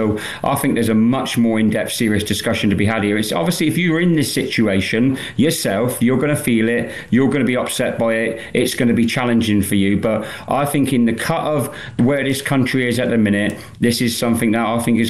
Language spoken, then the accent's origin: English; Plymouth, South West England, United Kingdom; I'm from Plymouth, which is in the southwest, right on the cusp of Cornwall.